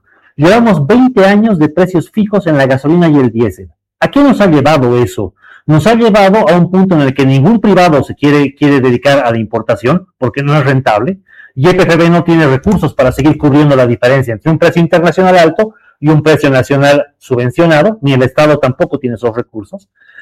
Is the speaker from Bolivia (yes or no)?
yes; Bolivia; No podemos seguir como bolivianos esperando que una autoridad de turno sea la que decida si el precio sube o baja.